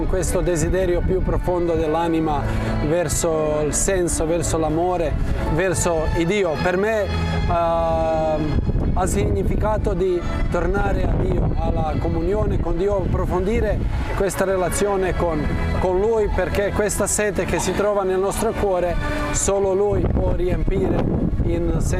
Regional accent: Pula, Istria County, Croatia; vengo dalla Croazia, una città che si chiama Pola, diocesi Parenzo e Pola, al parte ovest della Croazia.

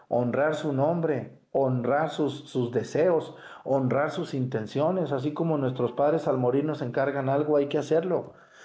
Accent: Mexticacán, Jalisco, Mexico; moved away; esas calles de mi pueblo, Mesticacán

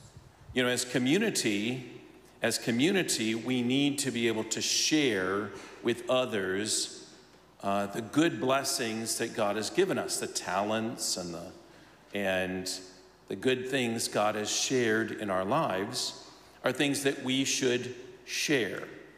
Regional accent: Phoenix, Arizona, United States; We're from the Phoenix metro area.

